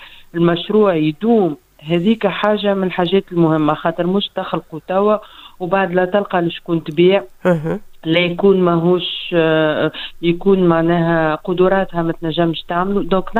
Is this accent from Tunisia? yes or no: yes; Tunisia; accent: Tunisian; كما نحن نقولوا بالدارجة متاعنا في تونس